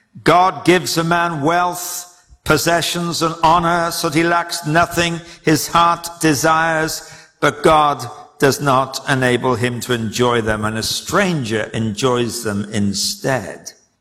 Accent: England, United Kingdom; Now, I grew up in England

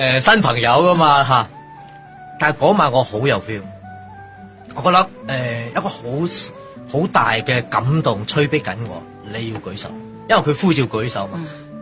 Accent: Ipoh, Perak, Malaysia; 因为我家乡其实1970几年嘅时候咧系怡宝其中几个区卖白粉嘅黑区

